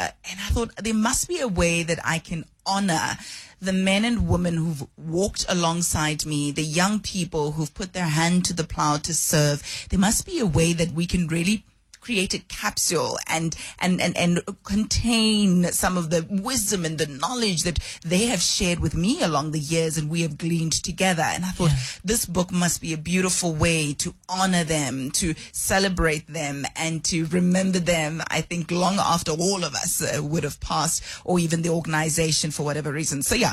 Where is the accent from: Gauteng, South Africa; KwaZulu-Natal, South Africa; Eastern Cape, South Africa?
Gauteng, South Africa; Johannesburg; Look, I grew up at Dobsonville in Soweto